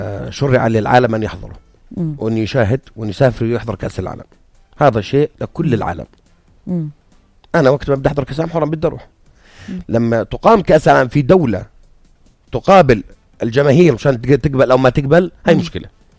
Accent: Syria

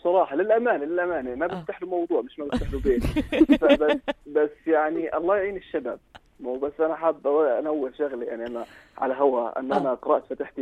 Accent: Jordan; أنا أردني

